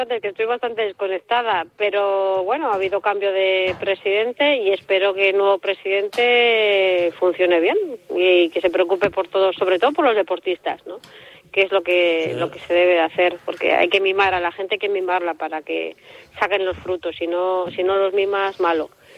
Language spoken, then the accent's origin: Spanish; Canary Islands, Spain; Que a nosotros como canarios, sí es verdad que nos sale más económico trasladarnos a la península